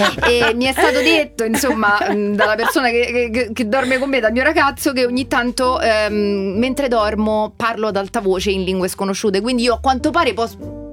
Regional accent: Rome, Lazio, Italy; accent: Romanesco; also born or lived in Spain; Io, per esempio, ho vissuto per un periodo in Spagna e comunque io dico sempre: io sbrocco il romanaccio, il romanesco

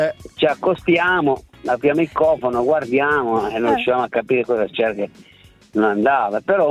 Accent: Calabria, Italy; now in Turin, Italy; io sono di origine, che sono nato in Calabria e sono cresciuto in Calabria

